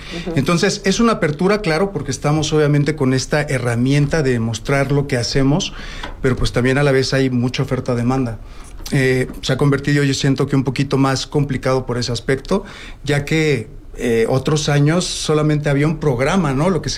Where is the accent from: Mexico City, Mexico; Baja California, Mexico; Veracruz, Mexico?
Veracruz, Mexico; Mucha gente no piensa que soy mexicano, mucha gente piensa que soy cubano.